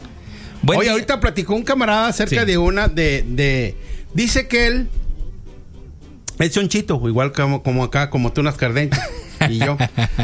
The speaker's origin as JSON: {"language": "Spanish", "country": "Mexico", "said": "uno como mexicano"}